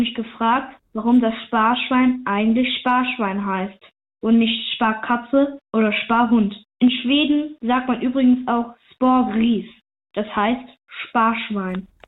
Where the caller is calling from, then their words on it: Erkelenz, North Rhine-Westphalia, Germany; bin 9 Jahre alt. Ich komme aus Gerdahan. Das gehört zu Erkelenz.